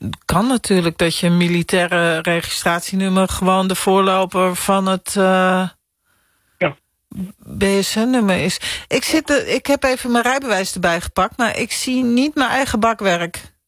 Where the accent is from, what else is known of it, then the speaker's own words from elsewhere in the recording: Zaanstad, North Holland, Netherlands; now in Kampen, Netherlands; ik kom uit Zaanstad. Waar wij altijd luilak vierden.